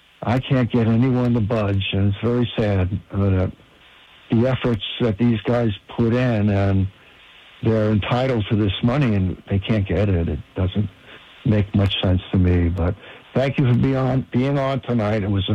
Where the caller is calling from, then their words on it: New Jersey, United States; I'm from New Jersey. I'm a Vietnam veteran.